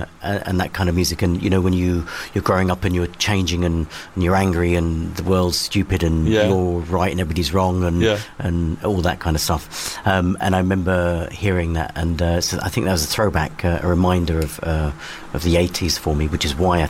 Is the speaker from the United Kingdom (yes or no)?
yes; Chatham, South East England, United Kingdom; Grew up in Chatham, which is in Kent.